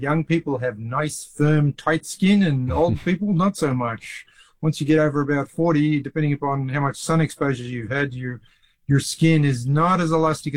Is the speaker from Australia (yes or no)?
yes; Australia; born or raised there